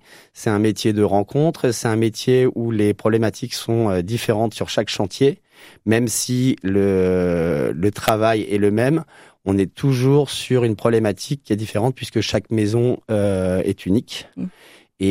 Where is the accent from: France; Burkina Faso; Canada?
France; Normandy; moved away as an adult; also born or lived in Paris region; now in Bordeaux, France; je suis natif de Normandie